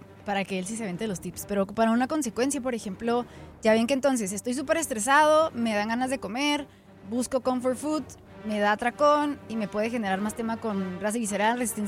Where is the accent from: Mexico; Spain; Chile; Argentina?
Mexico; nosotros como población mexicana